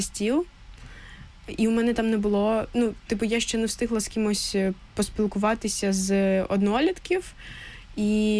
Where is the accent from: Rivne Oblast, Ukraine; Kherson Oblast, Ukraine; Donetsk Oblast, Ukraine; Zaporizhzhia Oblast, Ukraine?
Donetsk Oblast, Ukraine; Sloviansk; moved away as an adult; now in Kyiv, Ukraine; Слов'янськ. Угу. Я зі Слов'янська, так.